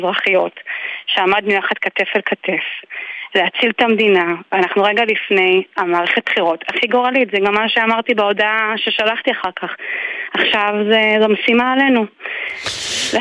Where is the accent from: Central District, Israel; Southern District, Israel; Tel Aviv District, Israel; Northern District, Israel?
Northern District, Israel; Migdal HaEmek; ומבחינתי גם, אני אגיד רגע ברמה האישית, בכל זאת אני גדלתי במגדל העמק.